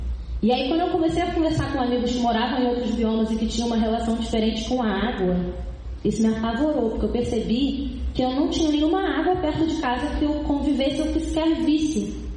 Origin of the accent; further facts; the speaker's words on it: Rio de Janeiro, Brazil; Eu sou do Rio de Janeiro, sou de Realengo, que é na zona oeste do Rio de Janeiro.